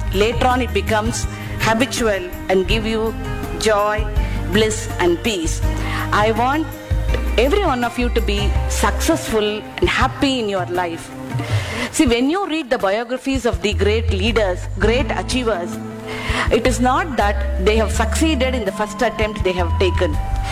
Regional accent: India

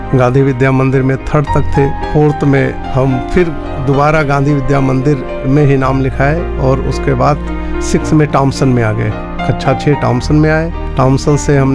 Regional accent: Gonda, Uttar Pradesh, India; born there; मेरी पैदाइश गोंडा की ही है

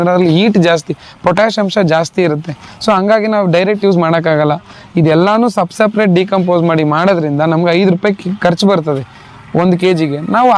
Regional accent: Devi Halli, Karnataka, India; Mandya district Nagamangala taluk ದೇವಿ ಹಳ್ಳಿ ಅಂತ ನಮ್ಮ ಗ್ರಾಮ.

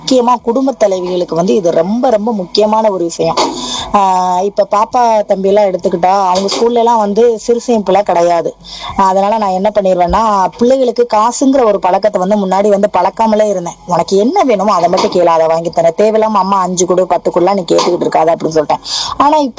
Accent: Pamban, Tamil Nadu, India; என்னோட சொந்த ஊர் வந்து பாம்பன் தான்.

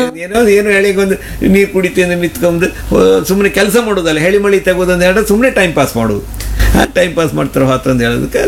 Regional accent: Kundapura, Karnataka, India; accent: Kundapura Kannada; moved away; ನಾನು ಕುಂದಾಪುರದ ಅಂತೇಳಿ ಅವ್ರು ನಾನು ಕನ್ನಡದಲ್ಲೇ ಮಾತಾಡೋದು ಶುರು ಮಾಡ್ರು.

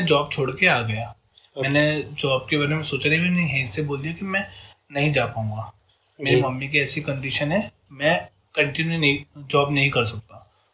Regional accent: Bhopal, Madhya Pradesh, India; मैं भोपाल का रहने वाला हूँ

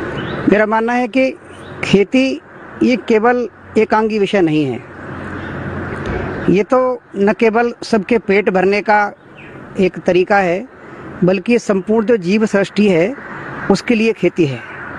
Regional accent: Uttar Pradesh, India; born or raised there

